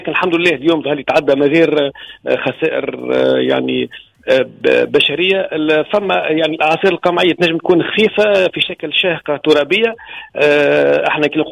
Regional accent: Tunisia

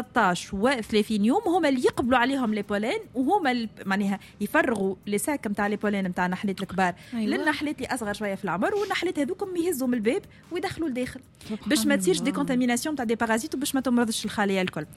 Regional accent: Tunisia

